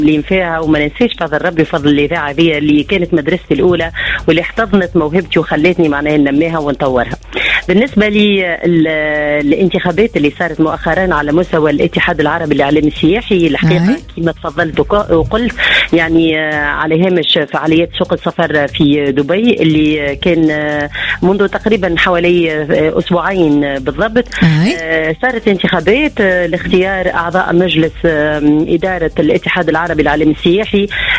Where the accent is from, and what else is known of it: Tunisia